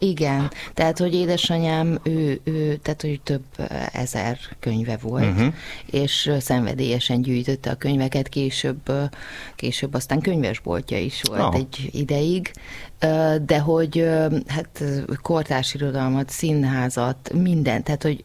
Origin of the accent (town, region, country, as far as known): Transylvania, Romania; born or raised there; moved away